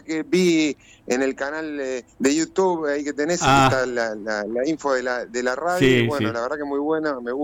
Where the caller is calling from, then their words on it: Buenos Aires, Argentina; De acá, de Capital, Capital Federal.